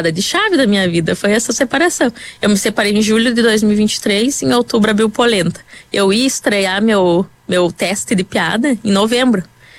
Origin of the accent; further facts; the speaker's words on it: Vacaria, Rio Grande do Sul, Brazil; also born or lived in Caxias do Sul; Eu sou de Vacaria, mas no contexto dessa história, já em Caxias do Sul.